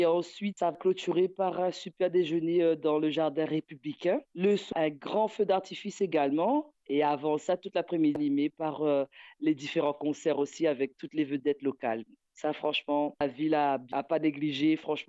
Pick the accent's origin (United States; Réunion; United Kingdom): Réunion; Saint-Pierre; Saint-Pierre, ma ville natale